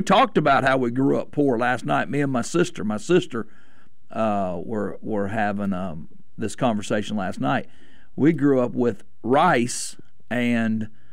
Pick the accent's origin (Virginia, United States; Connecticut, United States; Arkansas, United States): Arkansas, United States; I grew up in Arkansas.